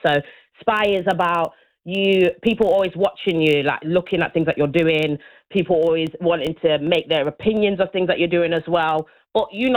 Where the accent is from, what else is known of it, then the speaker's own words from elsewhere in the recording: Nottingham, East Midlands, United Kingdom; I'm a girl from Nottingham. I grew up, born and raised here in the St. Anne's area.